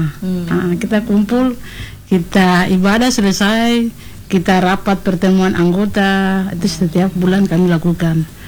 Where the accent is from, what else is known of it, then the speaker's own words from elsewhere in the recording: Ambon, Maluku, Indonesia; Kita suku Ambon kan ada yang beragama Kristen Katolik, ada juga yang Kristen, beragama Protestan.